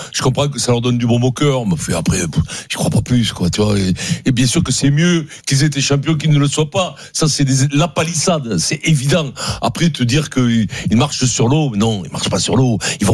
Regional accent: Paris, Île-de-France, France

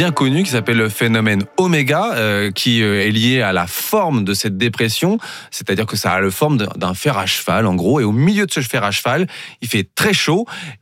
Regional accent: Brittany, France; Moi, je suis breton, par exemple. Eh ben, on n'a pas toujours l'habitude.

